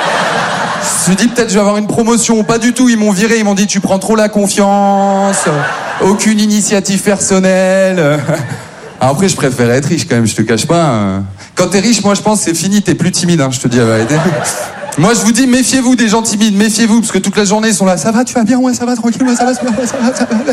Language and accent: French; Maubeuge, Hauts-de-France, France; now in Paris, France; Moi, je viens de Maubeuge. Ouais, ça met jamais une bête d'ambiance, ça, t'as vu je... Jamais les gens sont contents, quoi. Non, Maubeuge, c'est une petite ville dans leur Pas-de-Calais. Maintenant, tout va bien, j'habite à Paris.